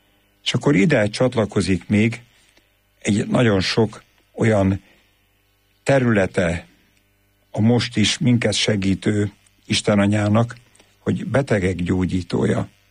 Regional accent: Great Hungarian Plain, Hungary; és én Alföldről származom

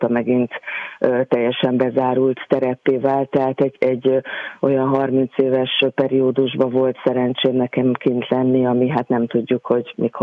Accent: Veszprém, Veszprém County, Hungary; Én Veszprémben nőttem föl, a Lovasi László gimnáziumban jártam

